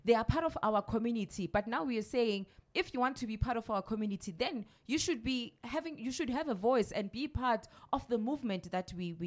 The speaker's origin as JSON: {"language": "English", "country": "South Africa", "said": "So we as South Africans"}